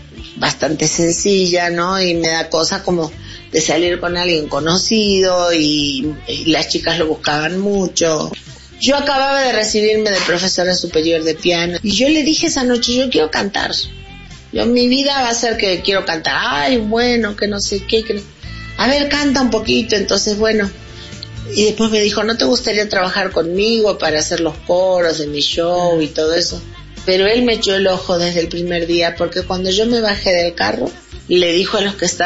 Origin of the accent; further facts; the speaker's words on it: Argentina; moved away; Entonces me sacaron del pueblo y me mandaron a Buenos Aires. Cuando llegué a Buenos Aires extrañaba tanto mi pueblo, tanto.